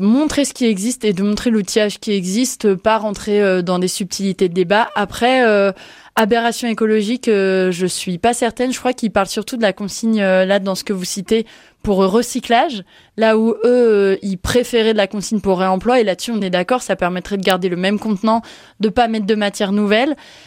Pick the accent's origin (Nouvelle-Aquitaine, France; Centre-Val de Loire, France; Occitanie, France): Centre-Val de Loire, France; Tours; Moi, je suis de Tours, donc en fait, c'est des territoires que j'ai l'impression de connaître par cœur, que j'ai arpenté à tous les âges.